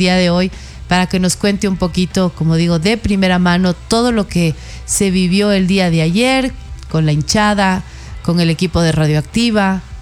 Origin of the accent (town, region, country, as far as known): Ecuador